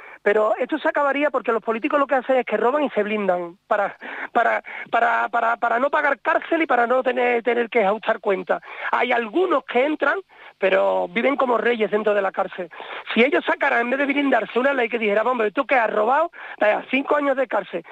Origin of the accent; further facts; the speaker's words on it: Seville, Andalusia, Spain; also born or lived in Ibiza; Mira, yo me he criado en Sevilla, pero nací en Ibiza.